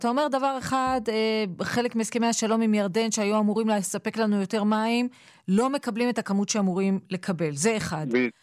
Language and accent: Hebrew; Jerusalem, Jerusalem District, Israel; אני ירושלמית